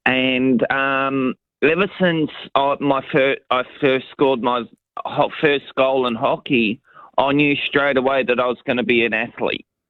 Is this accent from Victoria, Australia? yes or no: no; Bundamba, Queensland, Australia; You know, I was brought up in Bundamba, which is a little country town up in Queensland.